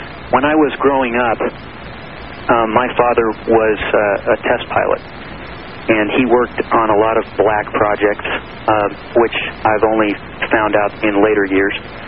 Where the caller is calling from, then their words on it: Albuquerque, New Mexico, United States; I'm in Albuquerque.